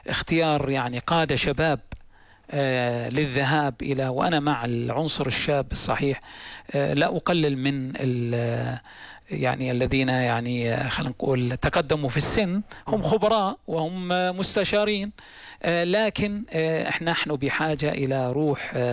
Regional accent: Jordan

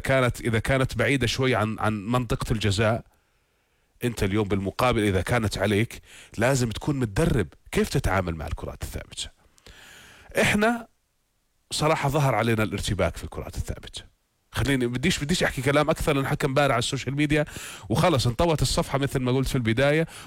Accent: Jordan; إحنا كأردنيين

